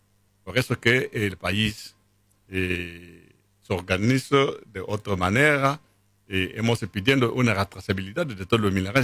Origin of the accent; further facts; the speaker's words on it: central Congo, DR Congo; Y yo soy del centro de Congo.